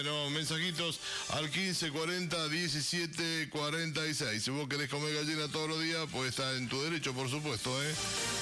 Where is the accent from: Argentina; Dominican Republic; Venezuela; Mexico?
Argentina